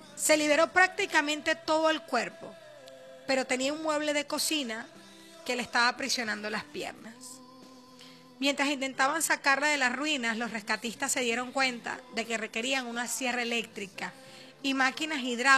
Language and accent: Spanish; Venezuela